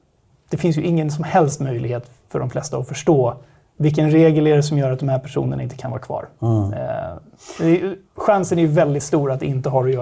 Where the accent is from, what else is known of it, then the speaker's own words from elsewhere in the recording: Stockholm, Stockholm County, Sweden; jag kommer från Stockholm, akademiker bakgrund, jag är jurist från början då